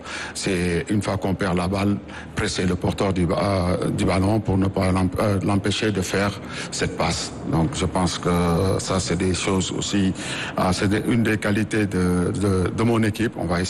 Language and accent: French; Senegal; Je pense que nous, en tant que Sénégalais, le patriotisme est au-dessus de tout.